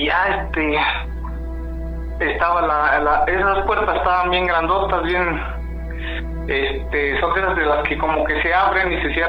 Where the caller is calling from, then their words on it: San Luis Potosí, Mexico; Desde San Luis Potosí.